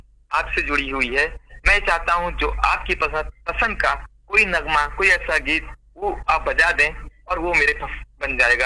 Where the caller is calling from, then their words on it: Lucknow, Uttar Pradesh, India; मैं लखनऊ से हूँ